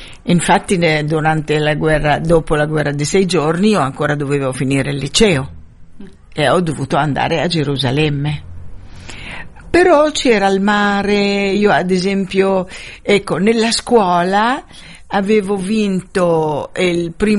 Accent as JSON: {"language": "Italian", "town": "Gaza", "region": "Gaza Strip", "country": "Palestine", "tie": "born or raised there", "moved": "as an adult", "said": "ma io sono nata e cresciuta a Gaza, io mi considero di palestinese di Gaza ovviamente"}